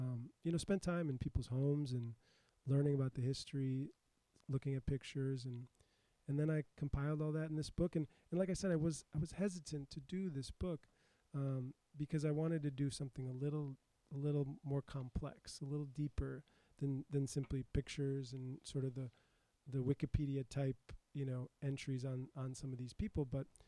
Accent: Milwaukee, Wisconsin, United States; And I grew up here in Milwaukee in the city, in the Sherman Park neighborhood

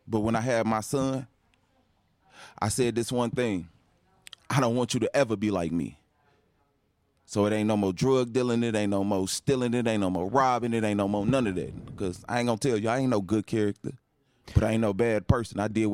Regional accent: Chicago, Illinois, United States; I come from Chicago, so you know what I mean?

